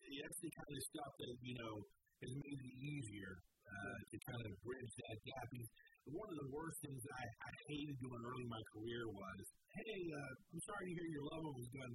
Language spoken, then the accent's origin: English; Richmond, Virginia, United States; born or raised there